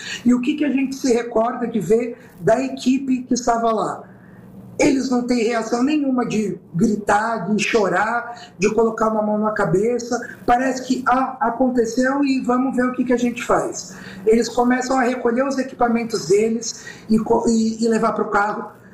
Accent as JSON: {"language": "Portuguese", "region": "São Paulo", "country": "Brazil", "said": "Eu sou do litoral, aqui da Baixada."}